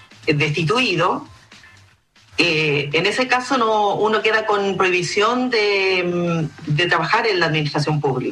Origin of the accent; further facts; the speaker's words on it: Rapa Nui, Valparaíso, Chile; eso lo sé yo, porque soy de Rapa Nui